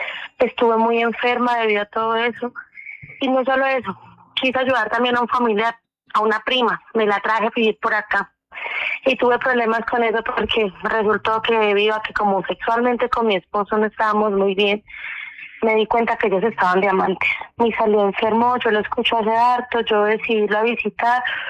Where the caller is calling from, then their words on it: Manzanares, Caldas, Colombia; De Manzanares Caldas.